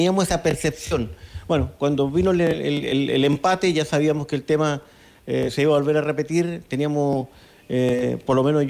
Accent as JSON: {"language": "Spanish", "country": "Chile", "said": "y fue, si se quiere, uno como chileno, hasta emocionante poder ser partícipe de un partido de esa laya."}